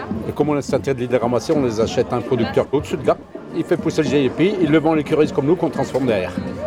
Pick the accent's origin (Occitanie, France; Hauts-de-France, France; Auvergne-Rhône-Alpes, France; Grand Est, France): Auvergne-Rhône-Alpes, France; Saint-Anthème; Monsieur Ansart, je suis de Saint-Anthème-dans-Puy-de-Dôme.